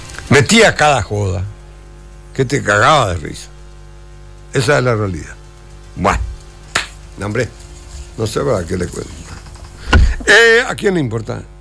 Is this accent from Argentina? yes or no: no; Paraguay; como cualquier paraguayo que tiene este servicio.